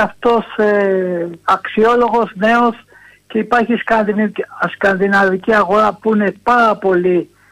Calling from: Chaidari, Attica, Greece; από το Χαϊδάρι.

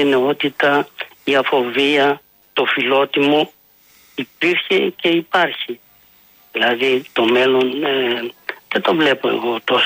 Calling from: Greece; εμείς οι Έλληνες

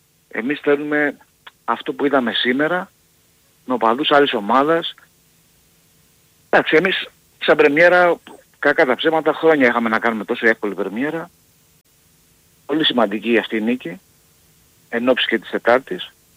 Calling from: Paiania, Attica, Greece; από την Παιανία.

